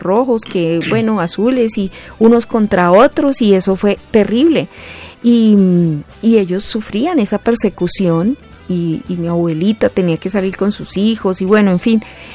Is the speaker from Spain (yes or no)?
no; Colombia; Como colombianos, yo creo, somos más las personas buenas que las malas.